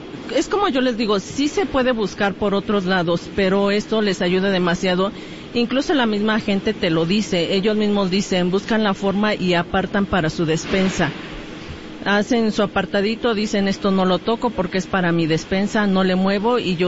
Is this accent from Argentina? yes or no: no; Patria Nueva, Puebla, Mexico; Nosotros venimos de la comunidad de Patria Nueva, pertenece a la zona de Valsequillo, Puebla.